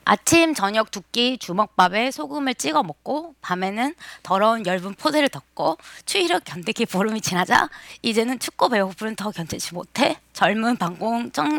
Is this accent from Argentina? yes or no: yes; Argentina; Korean is a second language; moved away as an adult; now in South Korea; 하지만 어린 시절부터 아르헨티나에 살았기 때문에 쉬운 결정이 아니어서 작년 3개월 동안 남편이랑 먼저 살아보기로 결정했어요.